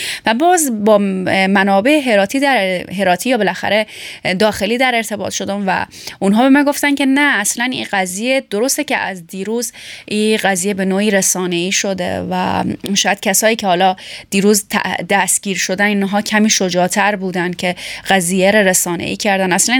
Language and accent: Persian; Iran; born there; وقتی که خب ما در ایران متولد شدیم بعد از او به افغانستان آمدیم